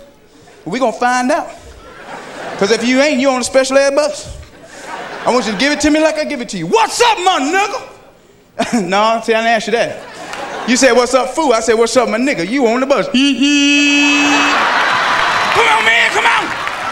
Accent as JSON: {"language": "English", "town": "Atlanta", "region": "Georgia", "country": "United States", "said": "I'm from Atlanta, Georgia."}